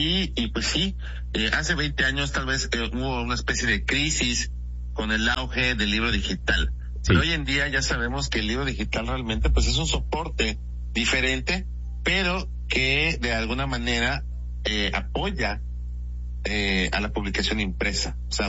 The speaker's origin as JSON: {"language": "Spanish", "country": "Mexico", "said": "al menos como mexicano, en España"}